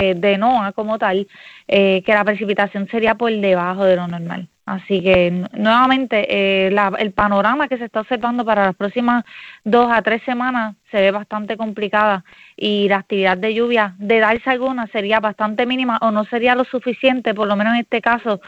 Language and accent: Spanish; Peñuelas, Puerto Rico; en algunas secciones de Ponce, mi pueblo Peñuelas, también está en algunas porciones del suroeste